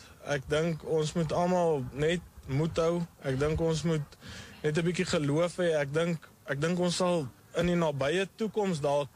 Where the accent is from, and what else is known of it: Eastern Cape, South Africa; born or raised there